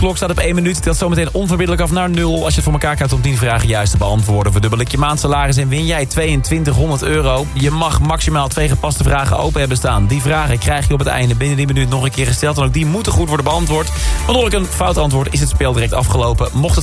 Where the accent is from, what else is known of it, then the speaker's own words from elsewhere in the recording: Tilburg, North Brabant, Netherlands; moved away; ik ben geboren en getogen in Tilburg. Ja. Mijn ouders die wonen daar nog steeds en mijn vrienden wonen daar.